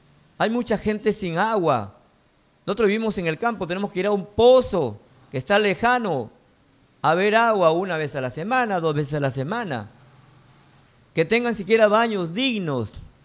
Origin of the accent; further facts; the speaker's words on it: Peru; Como peruanos, como ciudadanos, como padre de familia